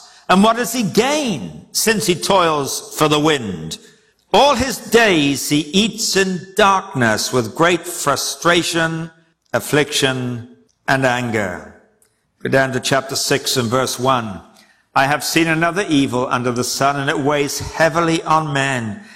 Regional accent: England, United Kingdom; Now, I grew up in England

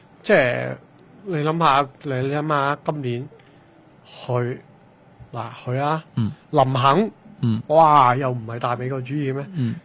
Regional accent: Canada; 但系作为一个加拿大人咧，我都铺咗光嘅。

